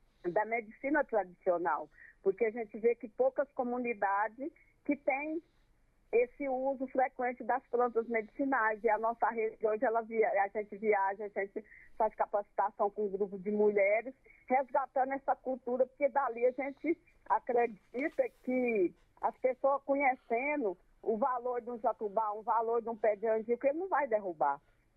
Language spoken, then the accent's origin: Portuguese; Cerrado, Brazil; a gente que somos do Cerrado, que somos povos do Cerrado